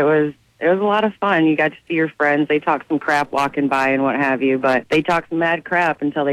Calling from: Gaylord, Michigan, United States; I am from Gaylord.

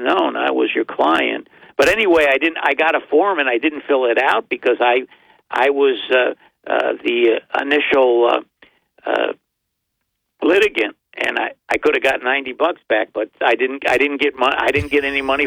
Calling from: Binghamton, New York, United States; Hello there … from Binghamton.

